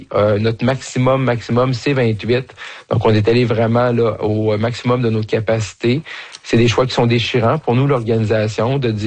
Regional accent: Roberval, Quebec, Canada; parce que je suis originaire de Robertval

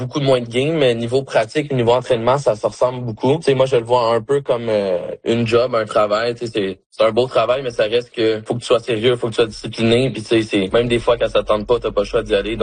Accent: Quebec, Canada; en tant que Québécois

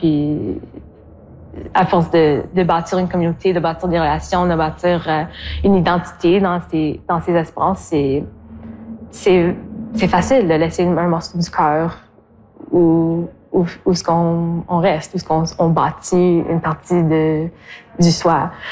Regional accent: Timmins, Ontario, Canada; now in Victoria, Canada; je suis originaire de Timmins, Ontario, et je t'en visite à Timmins aussi. Et j'habite à Victoria, au CB, en Colombie-Britannique.

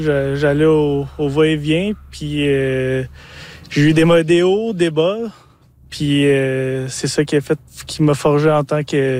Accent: Gatineau, Quebec, Canada; moi, quand j'étais jeune, je vivais à Gatineau, puis les montgolfières, ils atterrissaient à la ferme de mes grands-parents.

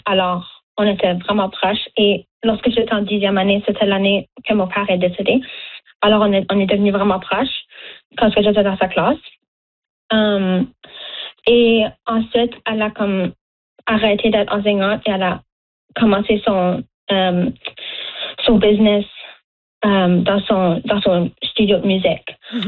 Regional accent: Dartmouth, Nova Scotia, Canada; Comme, même si je viens pas de Chétiquan, je viens de Dartmouth, mais comme de vouloir venir ici, puis faire des spectacles ici.

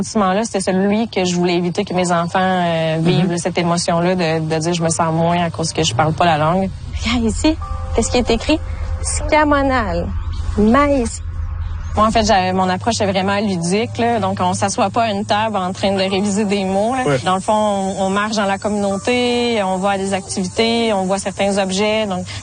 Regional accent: Odanak, Quebec, Canada; j'ai grandi à Ardenac.

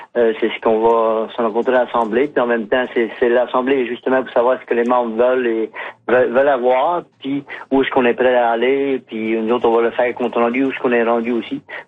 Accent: Îles de la Madeleine, Quebec, Canada; nous autres, on sait qu'on est de la Madeleine, on est insulaire, ça fait que ça coûte le coût de la vie coûte un peu plus cher.

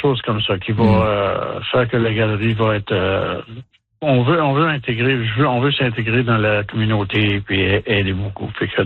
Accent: Montreal, Quebec, Canada; j'ai grandi à Montréal

